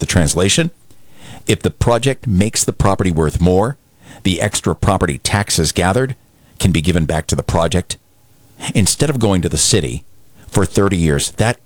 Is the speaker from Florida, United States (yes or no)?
no; Aroostook County, Maine, United States; I had to explain it to listeners in what I call Aroostook County English. I can say that because I'm from Aroostook County.